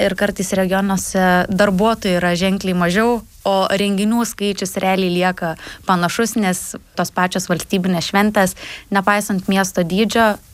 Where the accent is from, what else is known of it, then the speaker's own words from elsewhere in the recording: Šiauliai County, Lithuania; Esu kilusi iš Akmenės rajono, iš dar mažesnio šiek tiek nutolusio miestelio, bet visada širdis buvo čia